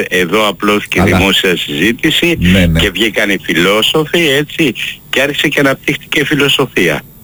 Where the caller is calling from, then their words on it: Western Greece, Greece; Και εμένα τιμήμαι και καμάρι μου που είμαι Ξηρομερίτης. Δεν το αλλάζω.